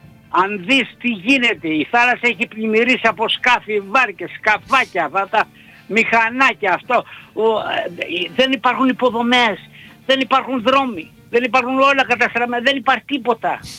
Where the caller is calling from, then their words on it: Skiathos, Thessaly, Greece; Εγώ σαν τόπιο στοιχείο και σαν Σκιαθίδης, όπως και εσύ, αισθάνομαι ότι είμαι ξένος στον τόπο μου, ξένος εντελώς.